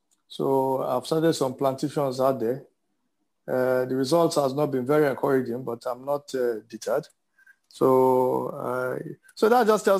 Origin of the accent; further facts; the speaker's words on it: Lagos, Nigeria; also born or lived in Kano, Nigeria; Well, I grew up in Lagos. Interestingly, I was born in Kano